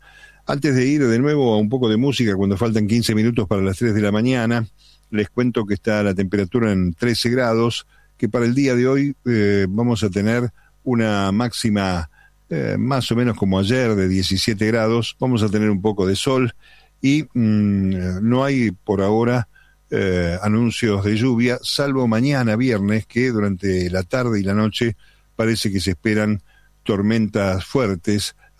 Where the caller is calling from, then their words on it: Villa Luzuriaga, Buenos Aires Province, Argentina; Hola Mario, buenas noches … de Villa Luzuriaga, acá escuchándote.